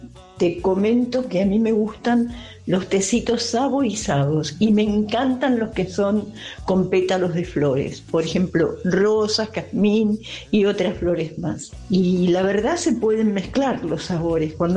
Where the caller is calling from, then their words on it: Buenos Aires, Argentina; de Parque Chas